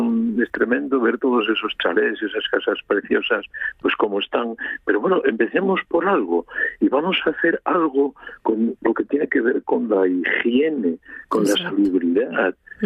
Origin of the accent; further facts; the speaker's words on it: Asturias, Spain; Que no somos solo los asturianos, hay mucha más gente que disfruta de nuestra tierra y por ellos y por nosotros los asturianos va.